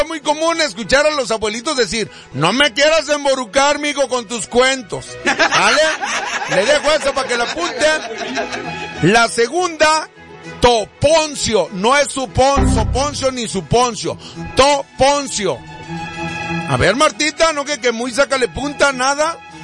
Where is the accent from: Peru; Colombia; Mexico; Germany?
Mexico; Porque en estos días que somos mexicanos hay que cultivarnos más.